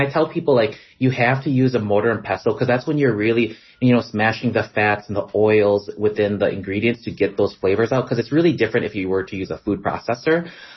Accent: Wisconsin, United States; born or raised there

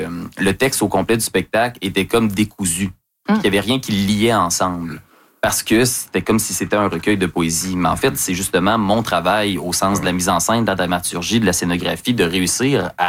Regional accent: Lévis, Quebec, Canada; Après avoir passé toute mon enfance à Lévis

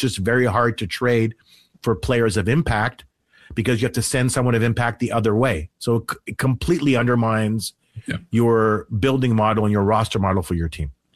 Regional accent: Canada; because I'm Canadian and I watch a lot of hockey

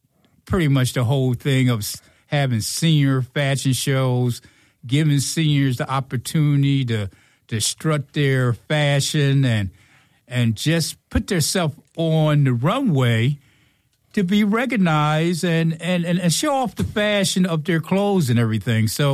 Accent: Darby, Pennsylvania, United States; also born or lived in Philadelphia; I do news, you know, about Sharon Hill, also my hometown of Darby. I live in Darby now.

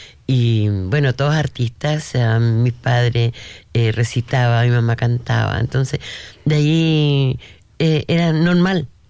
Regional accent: Talcahuano, Biobío, Chile; born there; Primero porque nací en Chile, nací en un puerto campo en Talcahuano, en el sur de Chile.

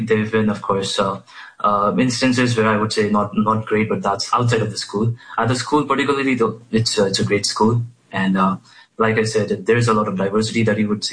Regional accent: Bhopal, Madhya Pradesh, India; English is a second language; moved away as an adult; now in United States; I grew up in Bhopal, in India, so that's where I'm originally from. And I finished my high school, and for my bachelor's, I came to the U.S. when I was 17, and this was back in 2022.

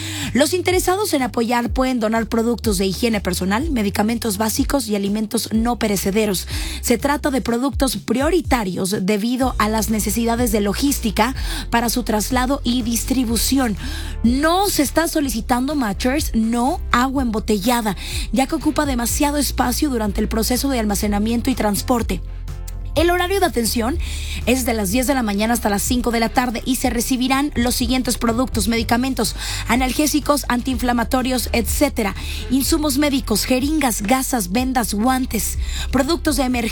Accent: Mexico; si nos unimos como mexicanos por nuestros hermanos de Venezuela

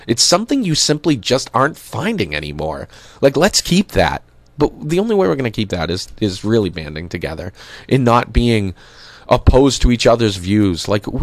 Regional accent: Oxford, Massachusetts, United States; moved away as an adult; now in Thompson, United States; I've been in Thompson for 15, 20 years now. And I came originally from Oxford in Massachusetts. And I will say that when I was a kid growing up there

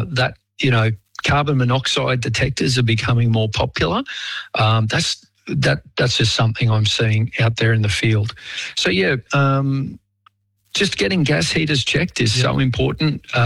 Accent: Melbourne, Victoria, Australia; now in Queensland, Australia; I mean, I grew up in Melbourne and had an electric blanket. Queensland, where I am now, doesn't get cold enough really

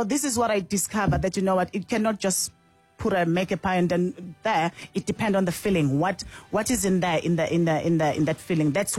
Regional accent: South Africa; moved away; we as South Africans, our flavors are so bold.

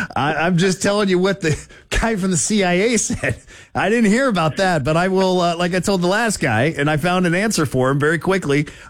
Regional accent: Florida, United States; I'm from Florida. So it's like, listen, we have giant bugs.

